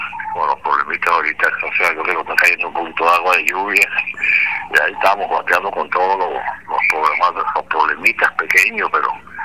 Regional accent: Caracas, Capital District, Venezuela; moved away; Yo soy caraqueño y me crié en el velódromo

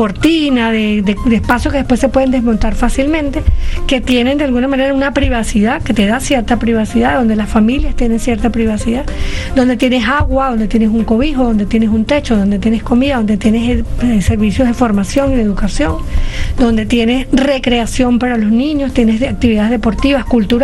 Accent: Venezuela; todos somos parte del Estado

